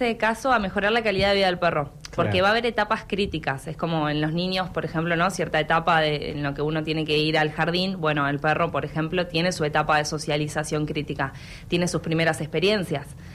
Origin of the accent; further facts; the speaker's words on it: Trelew, Chubut, Argentina; moved away; emocionada por volver a Trelew, que es mi ciudad natal.